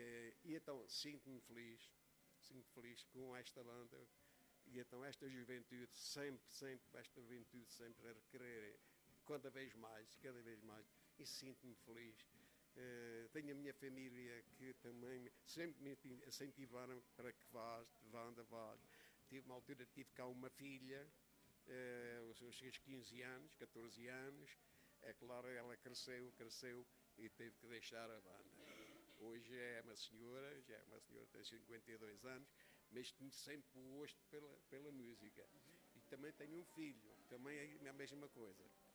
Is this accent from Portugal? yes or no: yes; Covilhã, Centro, Portugal; para aqui, para a Covilhã, eu sou da Covilhã